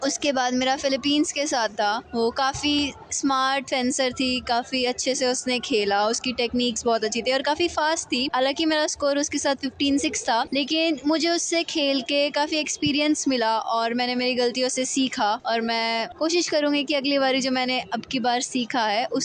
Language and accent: Hindi; Haryana, India; मैं हरियाणा से हूँ और मेरी एज 18 ईयर्स है।